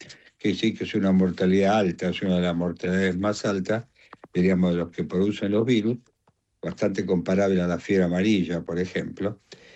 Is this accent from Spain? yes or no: no; Argentina; Padres que de Galicia, ¿sí? Yo soy el primer argentino de la familia.